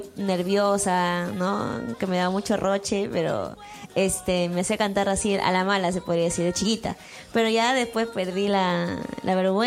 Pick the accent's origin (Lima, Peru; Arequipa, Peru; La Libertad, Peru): La Libertad, Peru; San José district, Pacasmayo; also born or lived in Callao; Yo nací en Pacasmayo, La Libertad. Ahí nací, ahí en el hospital de Pacasmayo. Y bueno, de ahí toda mi niñez he vivido en un pueblo muy bonito, muy acogedor, que se llama Campanita, del distrito de San José.